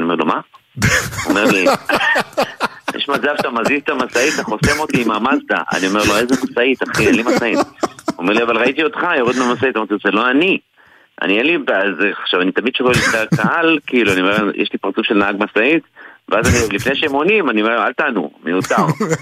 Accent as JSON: {"language": "Hebrew", "region": "Northern District", "country": "Israel", "said": "אני צפוני"}